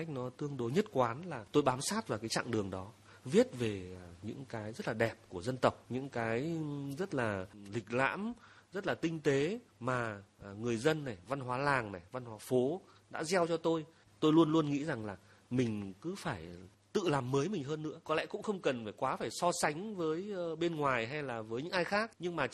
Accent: Hà Đông, Hanoi, Vietnam; Thế cho nên là mình lớn lên ở Hà Đông, trong khi quê ngoại và quê nội của mình là làng và là phố thì đều gần ở đó.

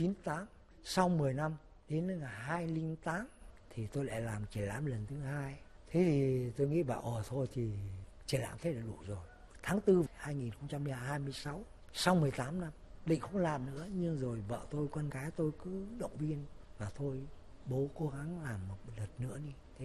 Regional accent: Bac Giang, Vietnam; now in Hanoi, Vietnam; Thực ra thì quê tôi là ở Bắc Giang. Thế bây giờ tôi sống ở Hà Nội cũng lâu rồi, từ năm 51 cơ.

